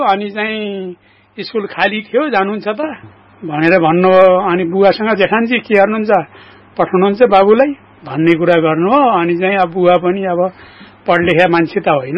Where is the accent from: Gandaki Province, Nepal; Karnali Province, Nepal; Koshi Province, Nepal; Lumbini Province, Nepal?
Lumbini Province, Nepal; Tiram, Pyuthan District; म प्युठान जिल्लाको सारिक तिराम गाविस वार्ड नम्बर 2 तल्लो तिराम भन्ने ठाउँमा 2020 साल असार 5 गते बुधबारको दिन जन्म भएको।